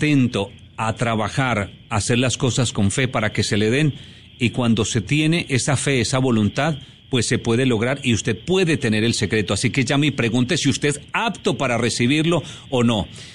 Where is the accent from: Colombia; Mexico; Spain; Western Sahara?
Colombia; now in Panama